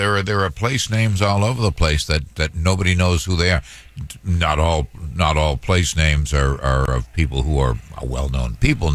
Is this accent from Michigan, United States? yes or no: no; Boston, Massachusetts, United States; I was born in Boston, I grew up in Dorchester, but I took the train into downtown.